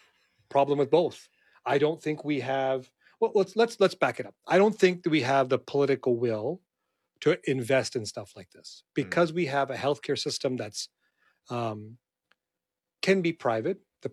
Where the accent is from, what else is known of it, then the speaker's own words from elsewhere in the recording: Canada; As a Canadian, I want everybody to have access to healthcare.